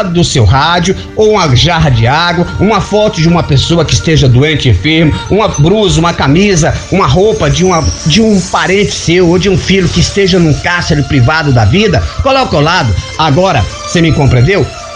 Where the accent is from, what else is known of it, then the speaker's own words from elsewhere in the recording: Northeast Region, Brazil; na minha terra, na minha região, no Nordeste